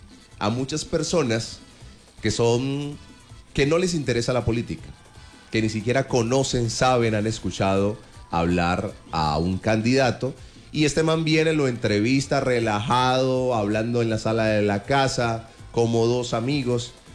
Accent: Colombia

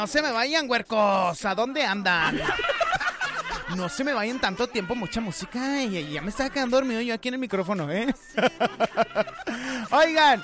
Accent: Monterrey, Nuevo León, Mexico; Claro, así somos los regiomontanos. Somos bien inventados.

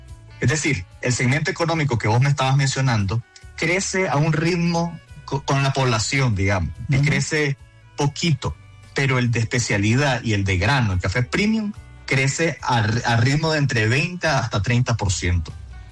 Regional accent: Colombia; que es parte de nuestra cultura como colombiano

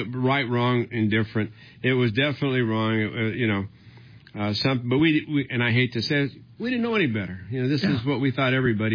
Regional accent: Los Angeles, California, United States; born there; I was born in East Los Angeles.

